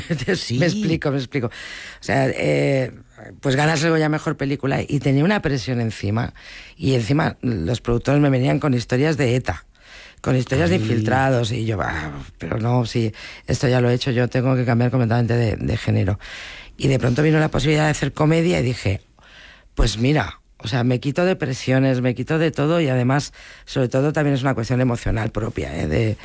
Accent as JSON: {"language": "Spanish", "town": "Bilbao", "region": "Basque Country", "country": "Spain"}